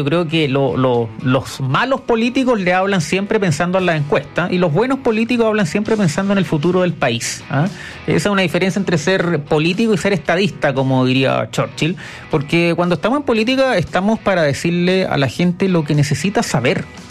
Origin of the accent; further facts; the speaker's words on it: Talca, Maule, Chile; Saludo a mi ciudad natal, siempre, Talca